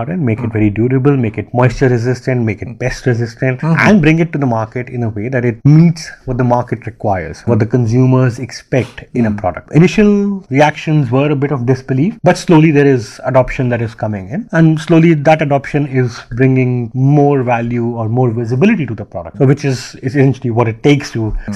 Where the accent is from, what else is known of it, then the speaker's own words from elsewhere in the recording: Delhi, India; I grew up in Delhi in the 90s and the 80s. I was very so used to seeing clear blue skies